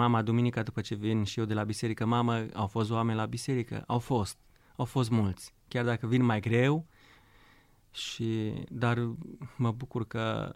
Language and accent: Romanian; Solomon, Sălaj County, Romania; prima dată teologia am învățat-o în satul meu natal, de la părinții mei, din satul Solomon, comuna Grâbou, județul Sălaj.